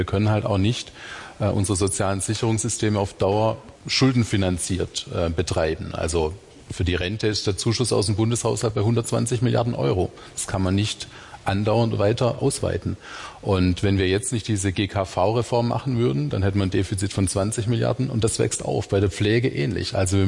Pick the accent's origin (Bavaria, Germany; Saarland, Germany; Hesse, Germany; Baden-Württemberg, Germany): Baden-Württemberg, Germany; Ludwigsburg; ich komme aus Ludwigsburg.